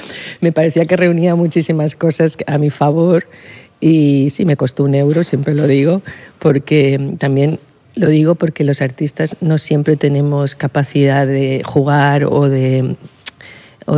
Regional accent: Madrid, Community of Madrid, Spain; Sí, yo soy madrileña y voy mucho al Rastro.

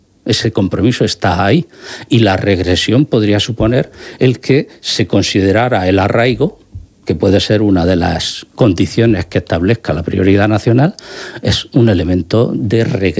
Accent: Molina de Segura, Region of Murcia, Spain; Molina de Segura, mi pueblo

